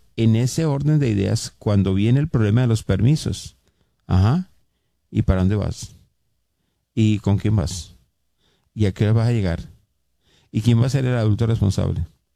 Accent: Colombia; moved away as an adult; now in United States

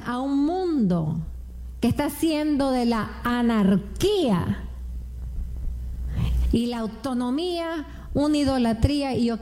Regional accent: Nicaragua; Yo soy Nica

